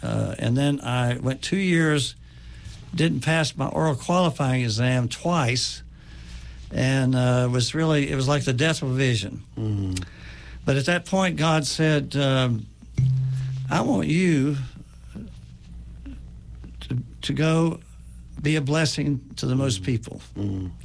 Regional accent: Bristol, United States; also born or lived in New Jersey; I was born in 47, mm-hmm. So I was born in New Jersey, mm-hmm. 2 years old when they moved back to Bristol.

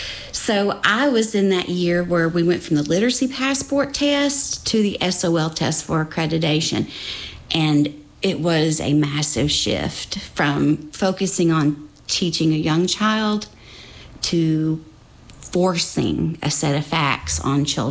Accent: Virginia, United States; Sure. I grew up in Russell County, Virginia, and graduated from Lebanon High School in 1987.

